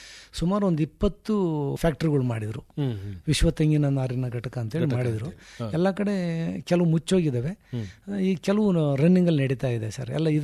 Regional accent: Arsikere, Hassan district, Karnataka, India; ನಮ್ಮ ಅರಸೀಕೆರೆ ಹಾಸನ್ ಸರೌಂಡಿಂಗರು ಜಾಸ್ತಿ ಸರ್, ಹಾಸನ್ ಜಿಲ್ಲೆಯವರು ಜಾಸ್ತಿ ಇದ್ವಿ.

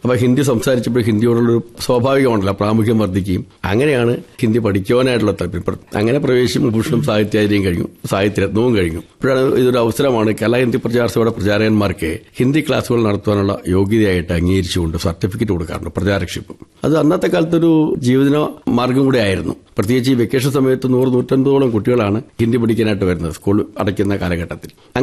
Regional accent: Thiruvananthapuram, Kerala, India; ഞാൻ തിരുവനന്തപുരത്താണ് ജനിച്ചത്.

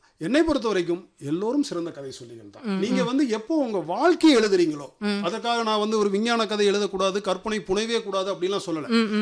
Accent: Palani, Tamil Nadu, India; also born or lived in Pollachi / Madurai; எனக்கு பழனி தெரியும், நான் என்னுடைய சொந்த ஊர் பழனி, பிறந்து வளர்ந்தது படித்தது எல்லாம் பணி நிமித்தமாக.

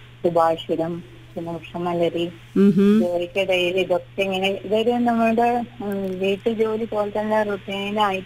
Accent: Payyanur, Kerala, India; moved away as an adult; now in Kadavallur, India; എന്റെ നാട് കണ്ണൂരാണ്.

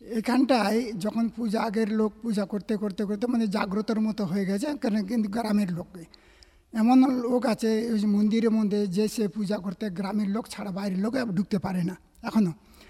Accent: Bichabhanga, West Bengal, India; আমাদের গ্রামের মধ্যে আমরা যে উড়িয়া সম্প্রদায়, মানে কোড়া আর কি, কোড়া সম্প্রদায়ের লোক

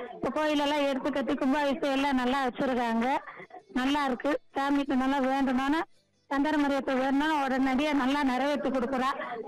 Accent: Madurai, Tamil Nadu, India; நான் பிறந்து வளர்ந்ததெல்லாம் இந்த சிம்மக்கல்லியா. நான் பிறந்ததுல இருந்து இந்த சின்ன பிள்ளையில இருந்து இந்த கோயிலுக்கு வந்துகிட்டு இருக்கேன். இப்ப எனக்கு 50 போகுது.

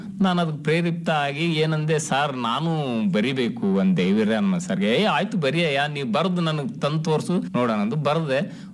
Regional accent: Jegarkal, Karnataka, India; ನನ್ನ ಊರು ಜಗರ್ಕಲ್ಲಲ್ಲಿ.

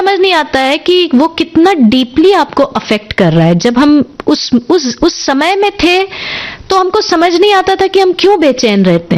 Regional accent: Bihar, India; अरे भाई, हम बिहार से हैं तो हम अंग्रेजी में भी बात कर सकते हैं.

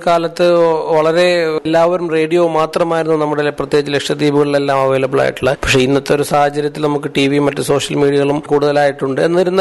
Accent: Kalpeni, Lakshadweep, India; moved away as an adult; now in Kavaratti, India; ഞാൻ കൽപ്പേനി സ്വദേശിയാണ്.

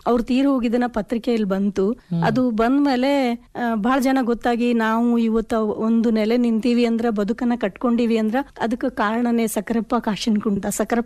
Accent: Malagana, Karnataka, India; born or raised there; also born or lived in Agasabal / Dawalagi area (family village)

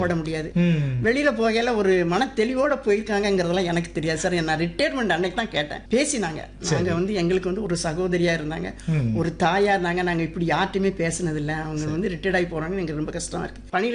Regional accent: Elathur, Tamil Nadu, India; அதுல எலத்தூர் கிராமத்துல பிறந்தேன். படிச்சது எல்லாமே அங்கதான்

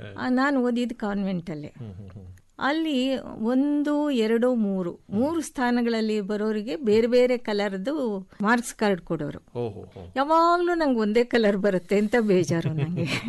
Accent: Shivamogga, Karnataka, India; moved away as an adult; also born or lived in Madhya Pradesh / Mysuru; ಬೆಳೆದಿದ್ದು ಪ್ರಾಥಮಿಕ ಶಿಕ್ಷಣ, ಮಾಧ್ಯಮಿಕ ಶಿಕ್ಷಣ, ಕಾಲೇಜು ಶಿಕ್ಷಣ ಎಲ್ಲ ಶಿವಮೊಗ್ಗದಲ್ಲಿ. ಪೋಸ್ಟ್ ಗ್ರಾಜುಯೇಷನ್ ಮಾಡಬೇಕಾದ್ರೆ ಮೈಸೂರಿಗೆ ಬರಬೇಕಾಗಿತ್ತು.

